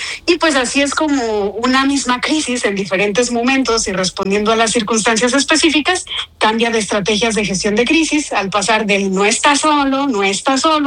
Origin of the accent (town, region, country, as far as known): Mexico